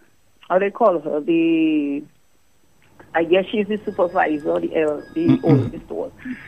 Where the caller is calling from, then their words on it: La Plaine, Saint Patrick, Dominica; I'm calling from Laplane.